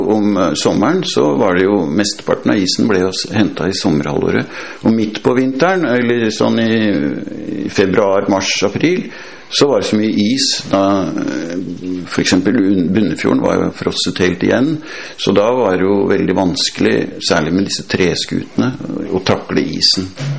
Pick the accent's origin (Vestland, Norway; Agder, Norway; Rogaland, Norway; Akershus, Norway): Akershus, Norway; Nesodden; jeg vokste opp på Oksvall